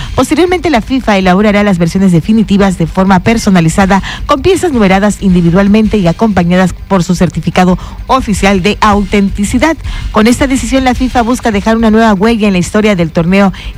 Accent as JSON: {"language": "Spanish", "region": "Oaxaca", "country": "Mexico", "moved": "yes", "said": "Vengo de Oaxaca"}